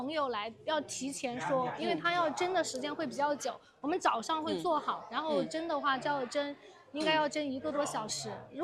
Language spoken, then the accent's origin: Chinese; Chongqing, China; now in Pixian, Chengdu, China; 我是重庆的。